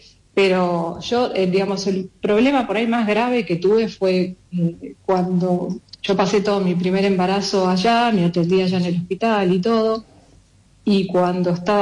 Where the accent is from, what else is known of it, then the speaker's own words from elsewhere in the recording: Argentina; moved away as an adult; now in Falkland Islands; vos sos la Argentina. Y yo le digo, sí